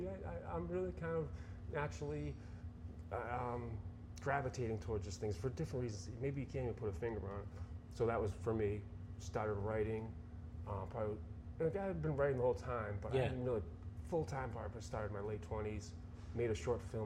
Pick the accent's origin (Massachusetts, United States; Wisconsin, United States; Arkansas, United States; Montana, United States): Massachusetts, United States; Taunton; I grew up in Taunton, Massachusetts.